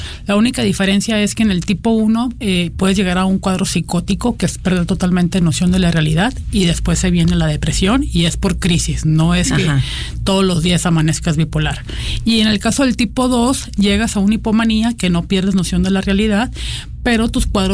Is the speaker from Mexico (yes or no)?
yes; Mexicali, Baja California, Mexico; moved away as an adult; Yo soy de Mexicali